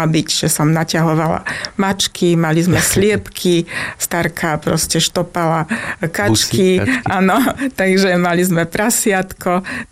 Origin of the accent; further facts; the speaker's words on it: Môťová, Banská Bystrica Region, Slovakia; Predovšetkým Môťová bola akoby dedina, čiže som dievča z dediny.